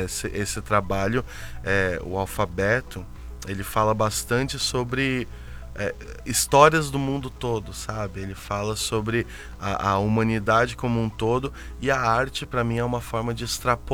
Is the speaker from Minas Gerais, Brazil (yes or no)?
no; Florianópolis, Santa Catarina, Brazil; born there; also born or lived in Pato Branco / Alagoas / Paraíba; now in Joinville, Brazil; mas eu nasci em Florianópolis, mas também não tenho raiz em Florianópolis. Meus pais eram quase nômades, assim. A gente já morou desde Florianópolis até Pato Branco, até Alagoas e Paraíba.